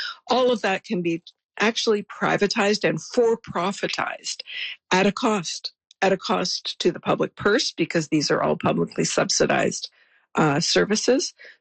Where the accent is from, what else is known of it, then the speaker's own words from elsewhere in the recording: Canada; we as Canadian taxpayers